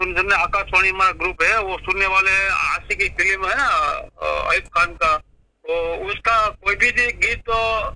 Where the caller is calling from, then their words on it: Talala, Gujarat, India; हम सासन गिर बोला जाता है ना, जूनागढ़ जो सासन गिर, यहाँ से हम वो बीच में हमारे गांव है तहसील तलारा, यहाँ से बात कर रहे हैं।